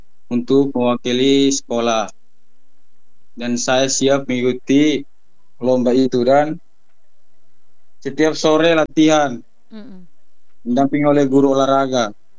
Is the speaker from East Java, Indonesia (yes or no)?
no; East Nusa Tenggara, Indonesia; born there; Saya lahir di Ponu pada tanggal 30 September tahun 2008. Ibu saya ibu rumah tangga, bapak saya petani. Dan saya sekolah di SMA Negeri Biboki Anleu